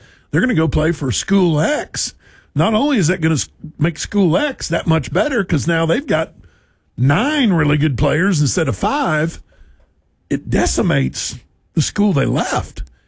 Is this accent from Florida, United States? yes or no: no; Chattanooga, Tennessee, United States; Like I grew up on Browntown Road back in the day. Everybody on the right side of Browntown went to Hickson. Everybody on the left side went to Red Bank.